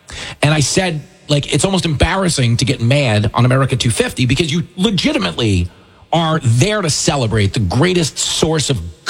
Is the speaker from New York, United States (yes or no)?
yes; New York, United States; We grew up in Nassau County surrounded by women who say friggin'. You know what I mean? It's totally, half of them have my accent.